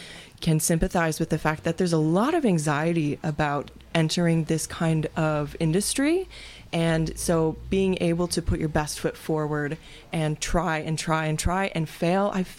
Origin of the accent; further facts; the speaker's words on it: Door County, Wisconsin, United States; I'm from Door County